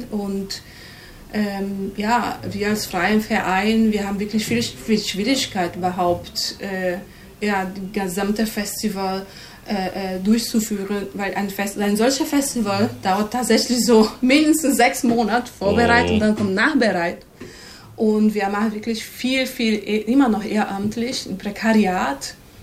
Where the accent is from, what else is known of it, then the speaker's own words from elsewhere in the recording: Brazil; German is a second language; now in Germany; also ich komme aus Brasilien, ich habe Theater studiert in der Universität, Theaterpädagogik.